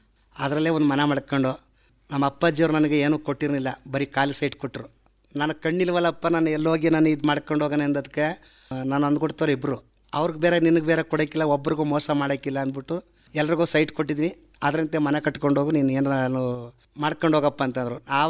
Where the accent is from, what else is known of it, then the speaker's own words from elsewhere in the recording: Rammanahalli, Karnataka, India; ನಮ್ಮ ರಮ್ಮನಹಳ್ಳಿಯವರೇ.